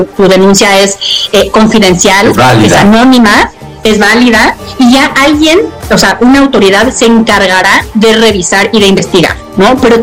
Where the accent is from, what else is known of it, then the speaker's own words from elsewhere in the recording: Mexico; que nos sintamos todos parte de este gran equipo, que somos los mexicanos que conocemos este tema y que queremos hacer algo.